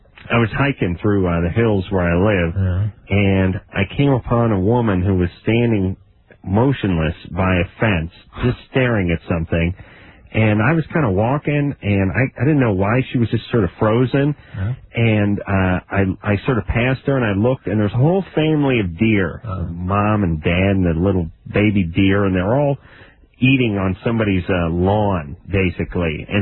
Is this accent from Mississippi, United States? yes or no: no; North Hollywood, California, United States; I grew up in North Hollywood, and someone said there was some sort of mandate when I was born.